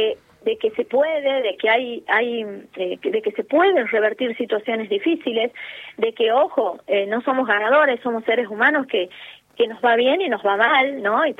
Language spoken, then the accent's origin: Spanish; Argentina; Pero sí, por supuesto, soy argentina y he visto los partidos con mi familia, con mis amigas, sí.